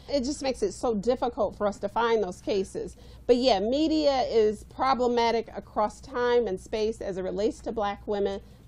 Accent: Ohio, United States; I'm from Ohio.

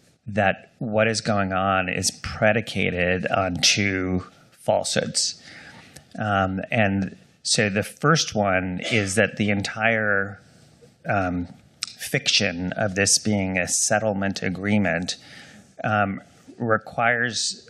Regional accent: New York, United States; also born or lived in Washington, D.C.; I'm an inveterate New Yorker

